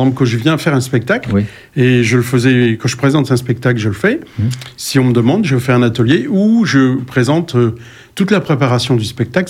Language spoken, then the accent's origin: French; Langres, Grand Est, France; Alors, moi, je viens de la région de Langres, dans l'est de la France.